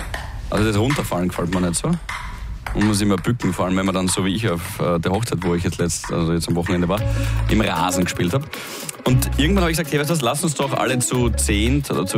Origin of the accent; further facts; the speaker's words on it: Styria, Austria; Ich bin in der Steiermark, ich komme aus der Steiermark.